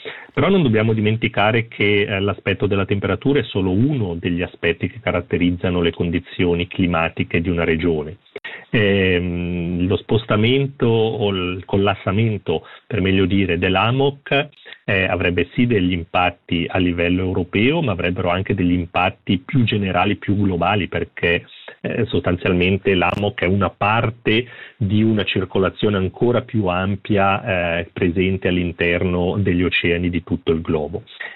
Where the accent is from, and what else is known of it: Switzerland